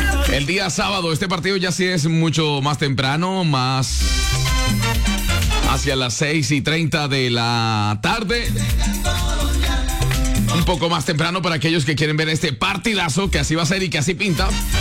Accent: Llanos, Colombia; Llanero, sí, soy llanero.

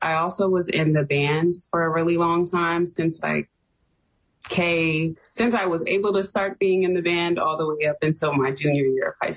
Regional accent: Hampton, Virginia, United States; I am from Hampton, Virginia.

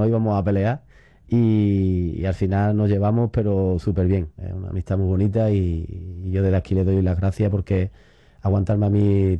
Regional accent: Sanlúcar de Barrameda, Andalusia, Spain; now in Ronda, Spain; Yo soy de Sanlúcar

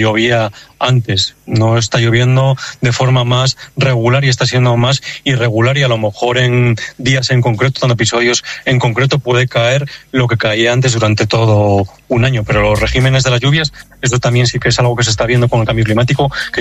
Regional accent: Asturias, Spain; yo soy de Asturias

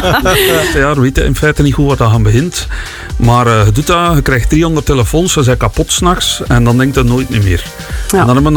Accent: Ninove, East Flanders, Belgium; Leuk festival. 1 dag alles geven. En dat is in mijn thuisstad Nienhoven.

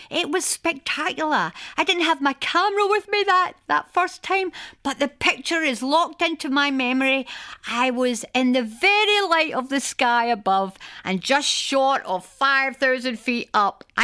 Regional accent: Glasgow, Scotland, United Kingdom; No, I was born and bred in Glasgow, but there came a time I wanted to get away from the city up into the Highlands of Scotland.

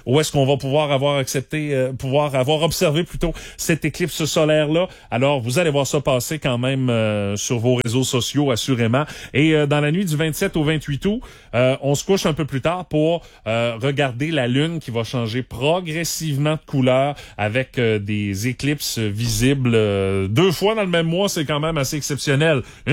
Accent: Quebec, Canada; chez nous, au Québec

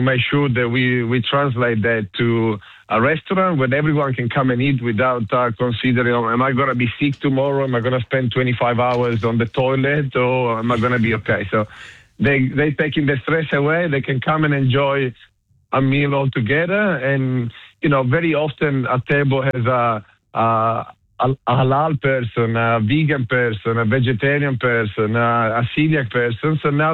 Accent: Trieste, Friuli-Venezia Giulia, Italy; English is a second language; now in Venice, Italy; Myself, I'm from Trieste, on the border with Slovenia and Croatia, if it makes sense.

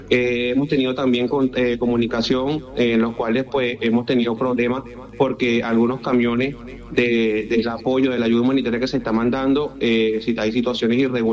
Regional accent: Venezuela; aquí todos somos venezolanos, aquí todos somos una sola patria

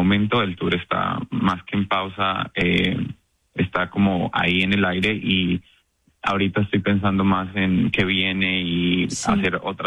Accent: Tunja, Boyacá, Colombia; moved away; yo soy de Tunja

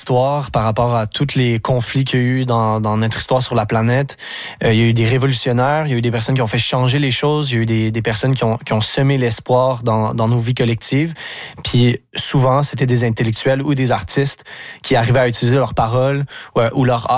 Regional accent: Lac-aux-Sables, Quebec, Canada; je viens de Lac-aux-Sables, un petit village où ça peut être difficile d'être en contact avec la culture ou les arts.

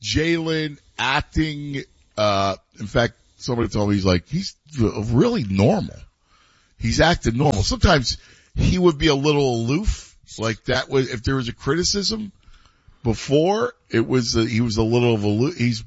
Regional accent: Philadelphia, Pennsylvania, United States; I mean, obviously I'm from Philadelphia, but, the Eagles defense is like really good.

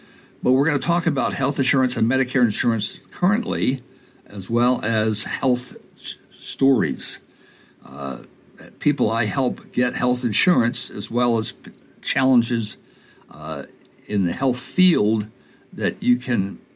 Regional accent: Dover, Delaware, United States; also born or lived in Rehoboth, Delaware; Technically, I was raised in Dover, Delaware. I went to Cesar Rodney High School. I graduated on the 50th year the high school existed. It's now over 100 years old. I'm 77 years young.

